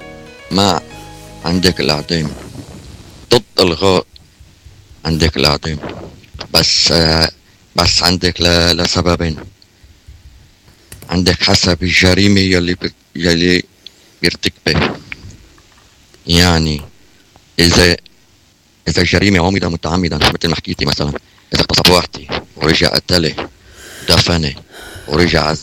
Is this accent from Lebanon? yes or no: yes; Tripoli, North Governorate, Lebanon; بعد من طرابلس أنا ابن طرابلس ما تخزين بها الكلمة. بدي أقول عن طوفتي. يعني كمان أنا مسلم سني.